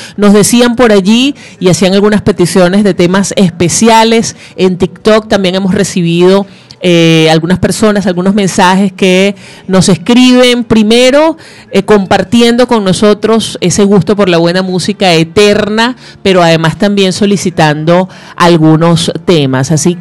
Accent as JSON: {"language": "Spanish", "country": "Venezuela", "tie": "born or raised there", "said": "Crecimos con estos temas en Venezuela"}